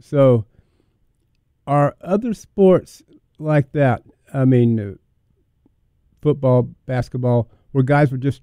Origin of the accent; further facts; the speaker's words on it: North Carolina, United States; born there; also born or lived in Alabama; I grew up in North Carolina